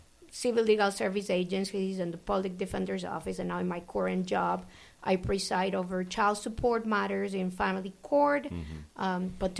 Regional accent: Caguas, Puerto Rico; moved away as an adult; now in Rochester, United States; I'm originally from Caguas, Puerto Rico.

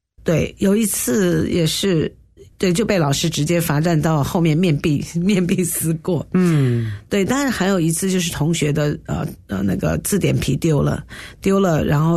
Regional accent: Tianjin, China; moved away as an adult; now in Singapore; 因为我的老家很棒，是天津市五大道，现在是旅游的地方，那是以前的租界地，那里面就有公园。

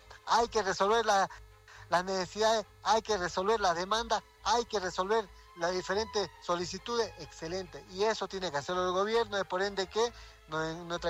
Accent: Bolivia; lamentablemente quienes vamos a quedar perjudicados somos todos los bolivianos.

